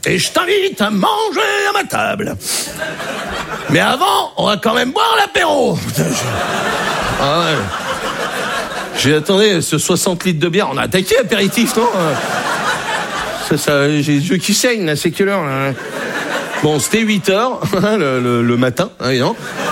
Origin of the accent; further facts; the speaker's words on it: Brittany, France; Je suis breton. Moi, j'ai été accepté en Bretagne.